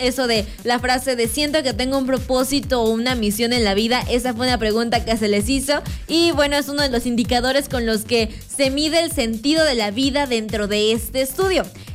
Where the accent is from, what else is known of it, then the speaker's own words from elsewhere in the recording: Mexico; cómo nos sentimos como mexicanos